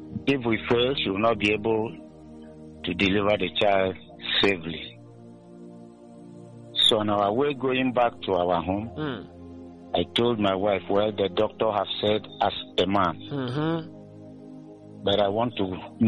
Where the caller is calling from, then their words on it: Azumini, Abia, Nigeria; And I'm calling from Azumini.